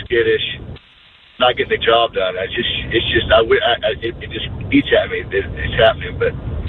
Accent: Oklahoma, United States; You know, I'm from Oklahoma. I'm a big Baker fan.

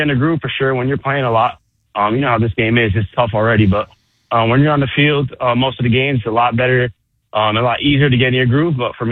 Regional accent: New York, United States; moved away; it's always good to be back home, see my parents.

